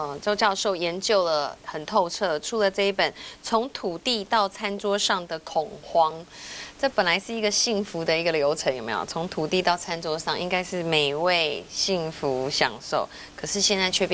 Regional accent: Taiwan; 台湾美食哦，一直以来都是我们台湾人的骄傲哦

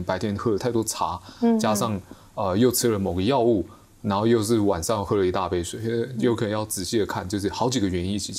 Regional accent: Taiwan; 我们台湾人吃多重用药

